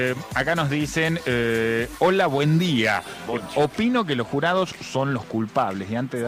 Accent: General Güemes, Salta, Argentina; de General Güemes, Salta.

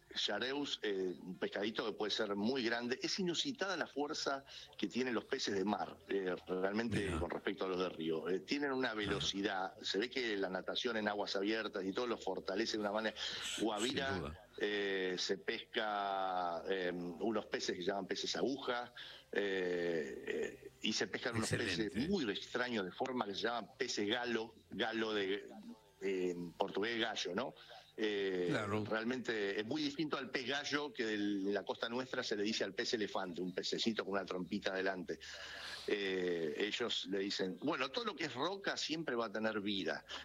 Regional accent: Argentina; Y dialogo, hola, soy de Argentina, me gusta la pesca, me gustaría estar con vos un rato acá, a verte.

